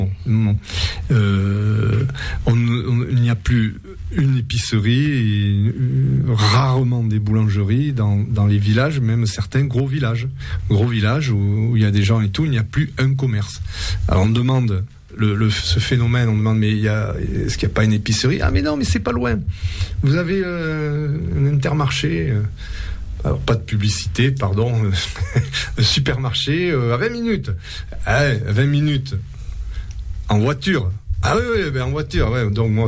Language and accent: French; France; je suis français, mais moi, je parle la langue d'ici.